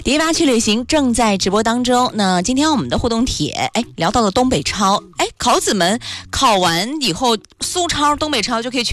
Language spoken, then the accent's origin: Chinese; Xinjiang, China; now in Nanjing, China; 它在我的家乡新疆哈